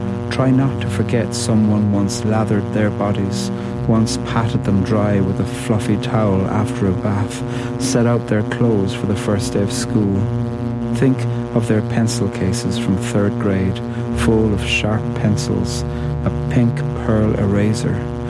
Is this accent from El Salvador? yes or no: no; Ireland; I'm a poet from Ireland, and I think that poetry offers the world something that's small enough to carry close to your heart